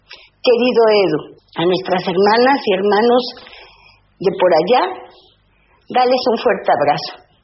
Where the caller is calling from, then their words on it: Tlaxcala, Mexico; del Consejo Nacional Urbano y Campesino de Tlaxcala, México.